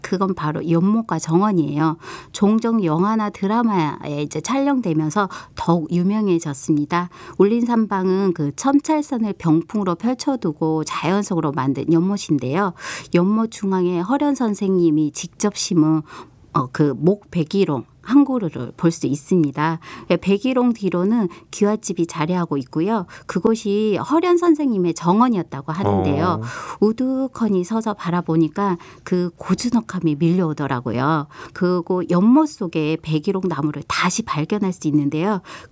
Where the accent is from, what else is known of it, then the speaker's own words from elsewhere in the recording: Jindo, South Jeolla, South Korea; moved away; 제 고향이기도 한 전남 진도로